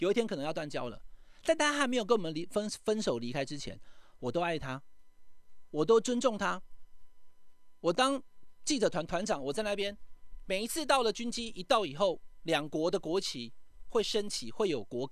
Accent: Taiwan; 我们台湾人

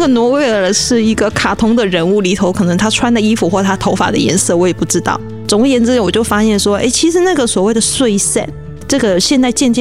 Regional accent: Taiwan; 然后我们台湾人最喜欢那个像一个豆点一样 no 那个才能作为形容词

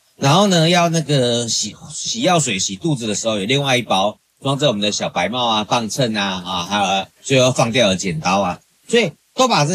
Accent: Kaohsiung, Taiwan; born there; moved away as an adult; now in New Taipei, Taiwan; 我小时候在高雄长庚看病

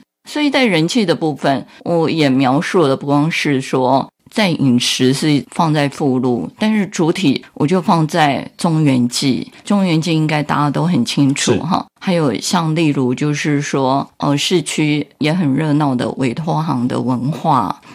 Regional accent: Keelung, Taiwan; 因为基隆它就是绝大部分也是绵延的丘陵还有海洋组成的。像我从小是在山上看海的

